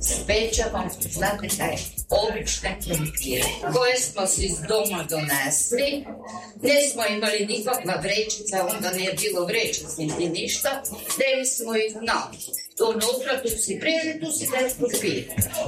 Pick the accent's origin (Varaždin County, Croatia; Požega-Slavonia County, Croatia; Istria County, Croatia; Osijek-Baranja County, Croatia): Varaždin County, Croatia; Jerovec; accent: Jerovec dialect; now in Ivanec, Croatia; na svojem izvornom jerovskom govoru. Jer ja sam rođena u Jerovcu, ali već 60 godina živim u Ivancu.